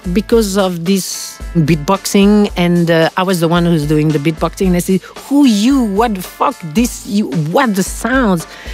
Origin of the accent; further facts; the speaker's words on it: France; accent: French; English is a second language; language was hard for me because they speak Philly slang. And … was always asking me because my French accent.